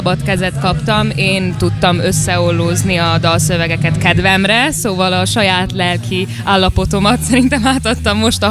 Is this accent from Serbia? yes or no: yes; Vojvodina, Serbia; moved away; és én egy vajdasági lány vagyok